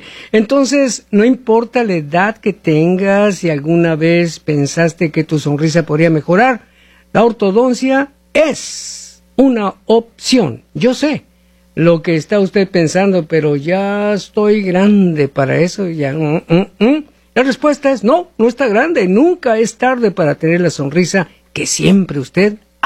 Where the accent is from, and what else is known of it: Mexico